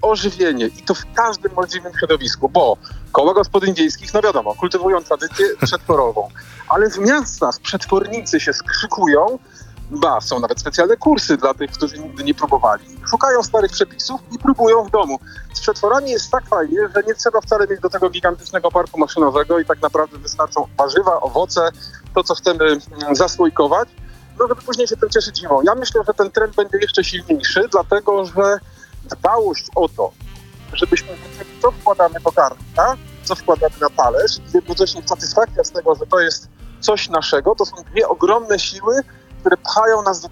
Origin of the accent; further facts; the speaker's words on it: Warsaw, Masovian Voivodeship, Poland; przy mojej szkole podstawowej, akurat na Woli